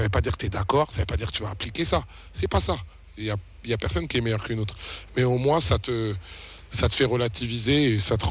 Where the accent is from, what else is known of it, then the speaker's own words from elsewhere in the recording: Kinshasa, DR Congo; born there; now in Abidjan, Côte d'Ivoire; Ouais, moi j'habite à Abidjan, je suis né à Kinshasa.